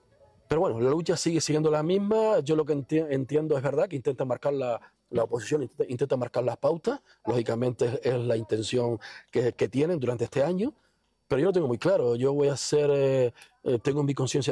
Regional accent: Betancuria, Canary Islands, Spain; yo soy de aquí de Betancuria, como tú bien dices, en esta plaza, en esta no, porque es nueva, pero en la antigua, desde pequeñito me he caído, me he roto las rodillas y para mí ser alcalde de mi pueblo es el mayor orgullo que he tenido siempre.

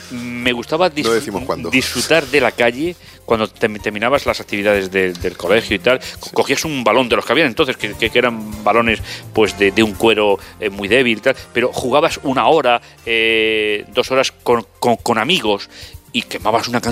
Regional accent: Region of Murcia, Spain; Yo he crecido en la huerta

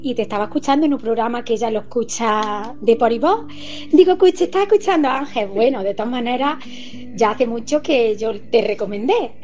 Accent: Santisteban del Puerto, Andalusia, Spain; que hoy he venido a mi pueblo, a Santisteban del Puerto, porque yo soy de aquí.

